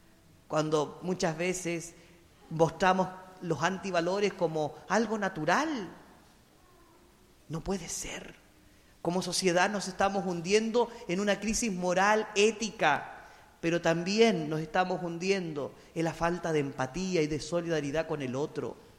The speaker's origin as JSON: {"language": "Spanish", "country": "Chile", "said": "Pero típico que somos antes del partido, todos somos chilenos y la roja de todos."}